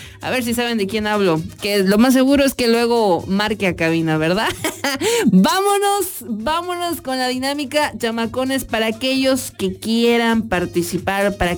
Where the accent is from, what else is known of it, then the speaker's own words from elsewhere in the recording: Mexico; Como buen mexicano, de panzazo, ¿verdad?